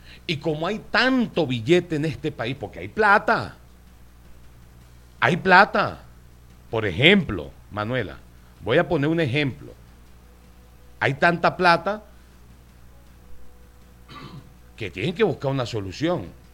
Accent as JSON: {"language": "Spanish", "country": "Venezuela", "said": "yo soy venezolano."}